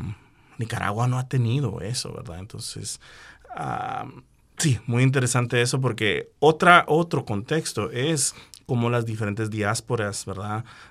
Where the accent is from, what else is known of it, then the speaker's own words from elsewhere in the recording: Guatemala; yo como guatemalteco, nosotros como guatemaltecos